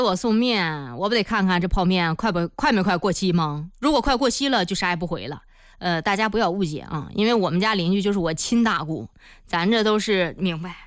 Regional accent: Zhengding, Hebei, China; 我老家正定的

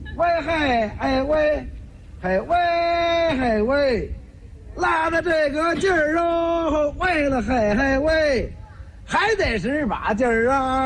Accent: Beijing, China; 咱们北京人就是家里好几个孩子，老三老四就这么叫，也就是三儿四儿，这样叫。

